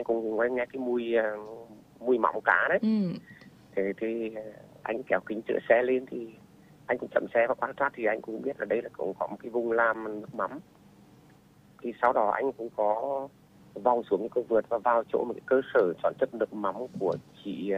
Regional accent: Nghe region, Vietnam; mảnh đất quê hương xứ nghệ chúng ta.

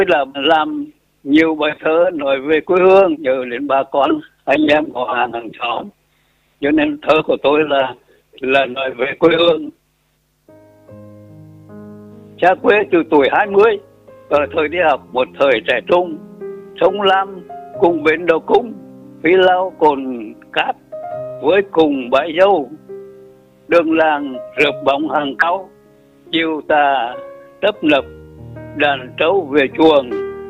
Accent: Nghệ An, Vietnam; moved away as an adult; Tôi quê sống bốn xã Trung Sơn, quê giờ là xã Thuận Trung, xa quê từ 1962.

